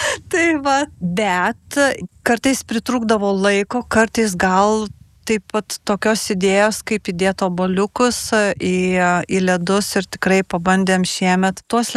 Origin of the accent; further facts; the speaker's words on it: Samogitia, Lithuania; accent: Samogitian; now in Zarasai, Lithuania; Aš pati esu Žemaitijos